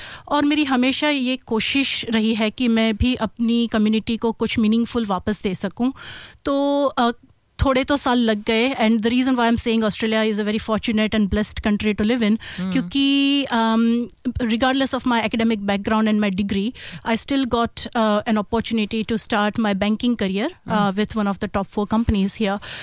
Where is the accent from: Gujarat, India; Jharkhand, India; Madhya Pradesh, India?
Gujarat, India; first language Gujarati; Hindi is a second language; गुजराती क्योंकि वो मेरी मातृभाषा है.